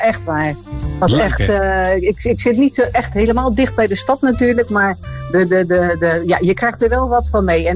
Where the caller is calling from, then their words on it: Rotterdam, South Holland, Netherlands; Ik kom, misschien kan je het helemaal niet horen, maar ik kom uit Rotterdam.